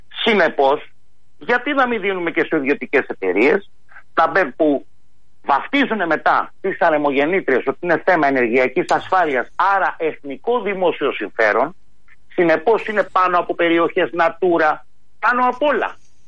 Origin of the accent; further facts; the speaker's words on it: Central Greece, Greece; στην πατρίδα μου την Εύβοια. Αν περάσετε πάνω από την Εύβοια, κύριε Μπογιόπουλε, είναι σαν σκατζόχυρος, ειδικά στην Νότια Εύβοια